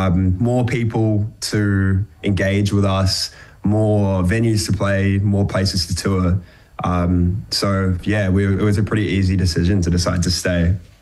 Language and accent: English; New Zealand; accent: New Zealand; moved away as an adult; now in Australia; the longer I'm here, the more I've regressed back into my New Zealand accent.